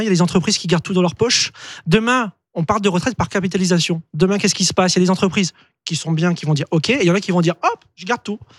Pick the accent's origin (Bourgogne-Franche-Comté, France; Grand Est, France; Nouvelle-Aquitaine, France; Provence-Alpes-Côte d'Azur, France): Provence-Alpes-Côte d'Azur, France; Aix-en-Provence; Dans le sud d'Aix-en-Provence. Il y a du soleil.